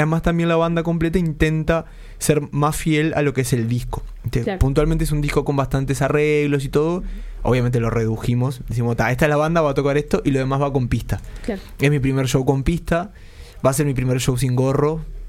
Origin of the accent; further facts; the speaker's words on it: Uruguay; siempre caemos bien, como el uruguayo